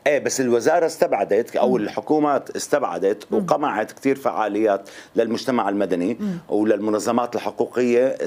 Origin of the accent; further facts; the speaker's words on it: Syria; moved away; أنا تارك سوريا، يعني عشت برا سوريا من سنة 99، يعني صار لي 27 سنة من أول ما طلعت، أنا أعتبر أني أنا برا سوريا.